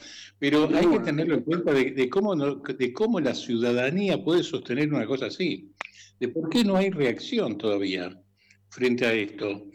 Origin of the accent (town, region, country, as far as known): Argentina